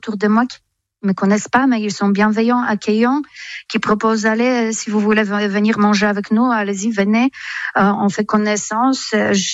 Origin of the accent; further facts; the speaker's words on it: Biała Podlaska, Lublin Voivodeship, Poland; French is a second language; moved away as an adult; now in Limoges, France; à peu près 60 km de frontière avec Biélorussie. Et ma ville de naissance s'appelle Biała Podlaska. Donc, cette petite ville de l'époque industrielle, après la guerre, c'était... actuellement, il y a stationnement des armées